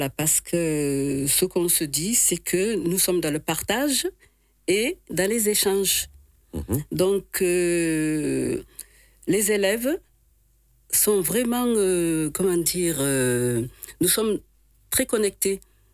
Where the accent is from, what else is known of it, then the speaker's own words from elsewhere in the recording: Marseille, Provence-Alpes-Côte d'Azur, France; moved away as an adult; also born or lived in Dakar, Senegal; now in Nîmes, France; Dakar, c'est la capitale du Sénégal. Donc j'y suis née, bon, j'ai grandi à Marseille et je suis arrivée à Nîmes en 2010.